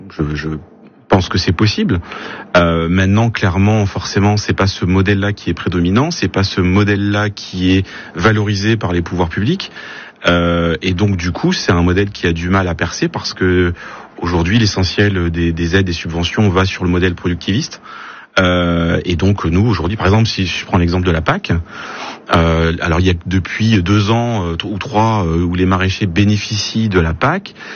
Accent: Brittany, France; Par exemple, chez moi en Bretagne, il y a des grandes serres où ils font des tomates en culture industrielle.

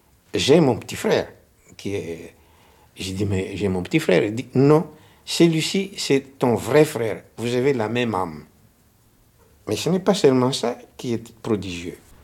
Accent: Madagascar; Les noms homonymes, ça existe beaucoup en Afrique, n'est-ce pas, comme chez nous à Madagascar.

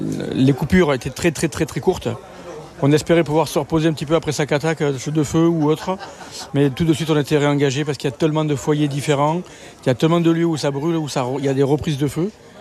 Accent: south-east France, France; now in Lot-et-Garonne, France; Je suis originaire du Sud-Est, donc le Sud-Est, le feu de forêt, je connais bien.

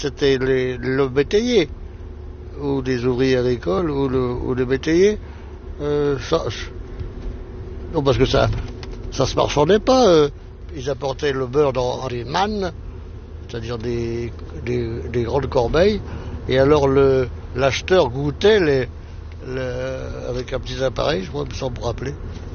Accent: Paris, Île-de-France, France; born there; Mais non, je vous dis, je suis né à Paris, rue Cardinal-Lemoine, mais il n'y a pas encore de plaque sur la maison.

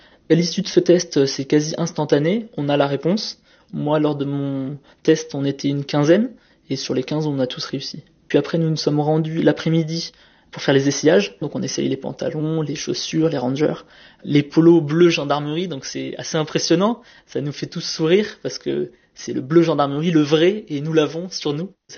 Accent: Hyères, Provence-Alpes-Côte d'Azur, France; J'ai grandi à Hyères, dans le Var.

